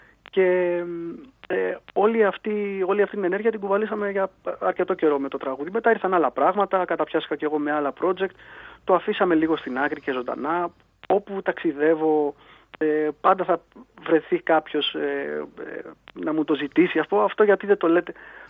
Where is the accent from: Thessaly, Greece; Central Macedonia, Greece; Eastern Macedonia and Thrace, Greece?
Thessaly, Greece; Volos; στα μέρη μου, ξεκινώντας από το Βόλο δηλαδή.